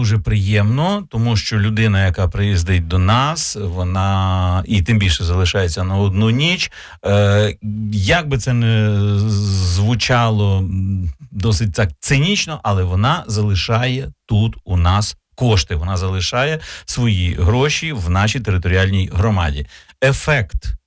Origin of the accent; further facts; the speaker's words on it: Vinnytsia, Vinnytsia Oblast, Ukraine; born there; я народився в Вінниці, і живу в Вінниці.